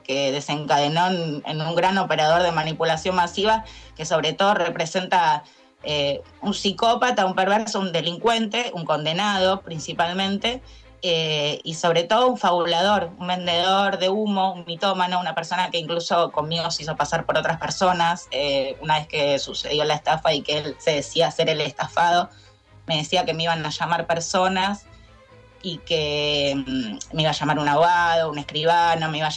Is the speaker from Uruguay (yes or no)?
no; Argentina